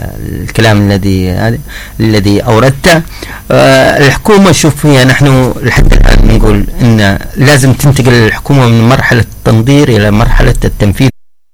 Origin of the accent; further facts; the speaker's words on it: Hadhramaut, Yemen; عندنا في حضرموت